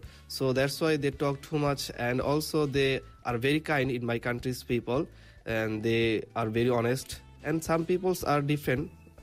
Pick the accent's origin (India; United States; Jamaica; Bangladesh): Bangladesh; English is a second language; moved away as an adult; also born or lived in Munshiganj, Bangladesh; now in Korea; I'm from Bangladesh and I live in Dhaka in Munshiganj. And recently I arrived in Korea 3 days ago